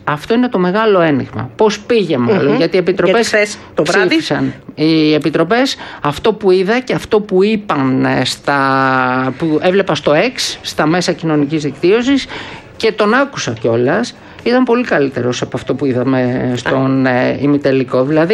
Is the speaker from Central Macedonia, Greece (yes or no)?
yes; Thessaloniki, Central Macedonia, Greece; Η πόλη μου είναι άλλο που δεν θα ήθελα κιόλας. Η Θεσσαλονίκη είναι ιδανική για Eurovision, έτσι, και έχει αυτό το μέγεθος.